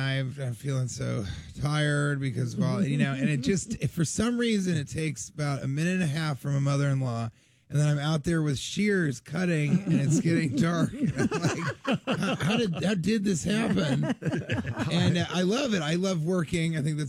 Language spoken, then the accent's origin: English; Denver, Colorado, United States; now in New York City, United States; Yeah, I am from Denver.